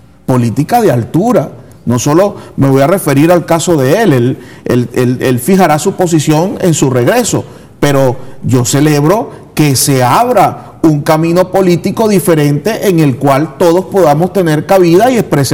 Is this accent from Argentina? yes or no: no; Venezuela